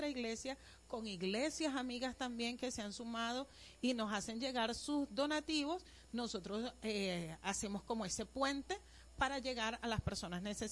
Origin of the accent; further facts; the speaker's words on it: Venezuela; Sí, sí, como venezolanos que somos, sabemos que tenemos un gran corazón, pero también conocemos la viveza criolla propia del venezolano